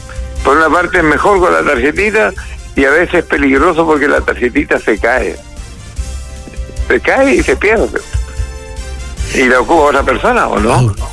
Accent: Chile; Te sabes cómo somos los chilenos.

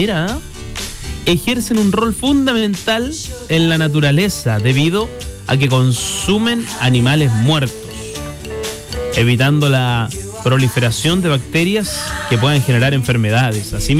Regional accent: Osorno, Los Lagos, Chile; y ustedes saben que yo no soy de acá de la Unión, soy de Osorno.

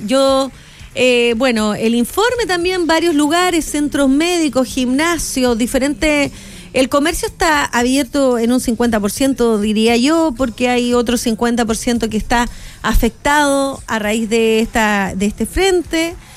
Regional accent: Iquique, Tarapacá, Chile; yo que soy iquiqueña

